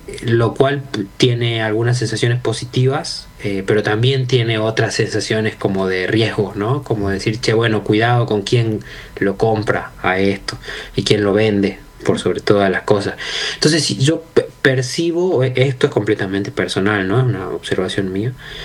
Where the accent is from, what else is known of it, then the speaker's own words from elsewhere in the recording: Argentina; somos argentinos